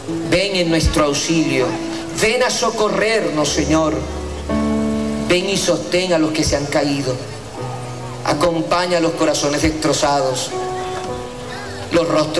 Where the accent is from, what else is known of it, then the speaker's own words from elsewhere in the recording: Venezuela; nos pasan a los venezolanos tantas cosas